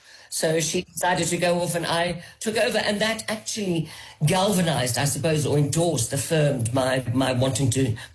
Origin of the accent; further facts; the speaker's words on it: Johannesburg, Gauteng, South Africa; growing up in Johannesburg was exciting, dangerous, but exciting.